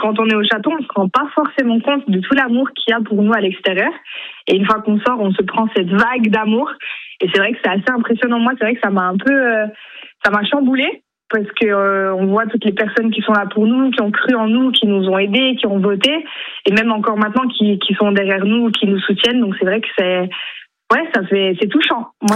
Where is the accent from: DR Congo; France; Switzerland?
Switzerland; Moi, pour le coup, vu que je suis suisse, je ne connaissais pas trop cet endroit.